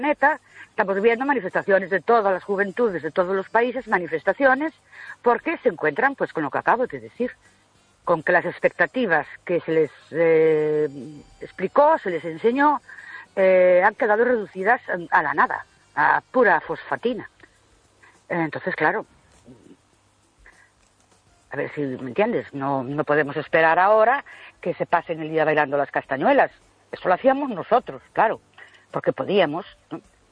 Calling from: Ourense, Galicia, Spain; Buenas noches … de Orense.

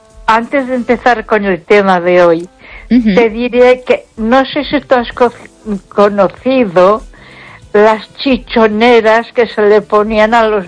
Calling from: Ponferrada, Castile and León, Spain; Buenas noches, Esther … de Ponferrada.

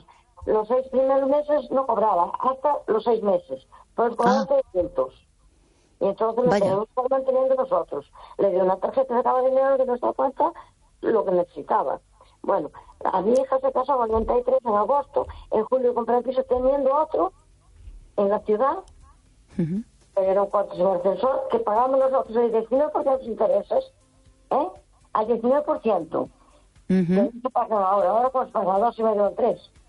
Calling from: A Coruña, Galicia, Spain; de Coruña.

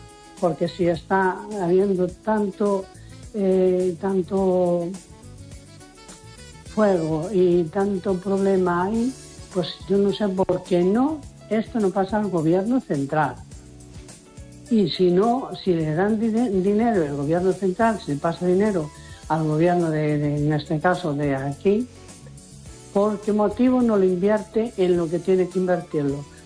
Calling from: A Coruña, Galicia, Spain; de la Coruña.

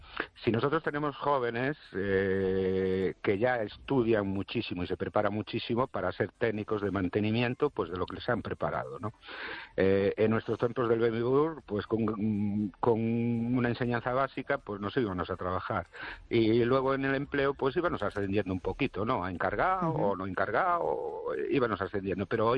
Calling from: Ourense, Galicia, Spain; de Orense.

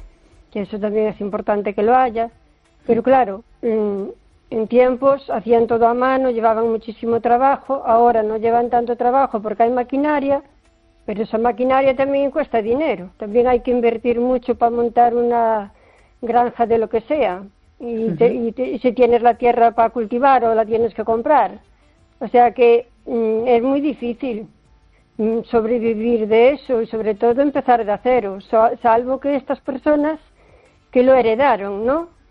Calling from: O Carballiño, Galicia, Spain; Buenas noches, Esther … de Carballiño.

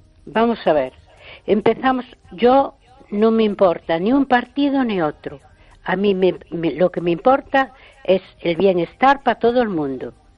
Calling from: A Coruña, Galicia, Spain; Soy de La Coruña.

